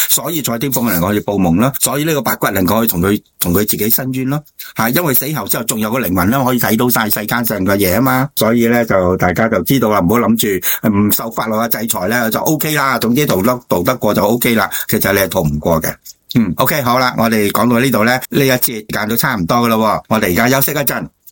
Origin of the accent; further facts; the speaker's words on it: China; 所以我哋中国人有讲18年后一条好汉啊嘛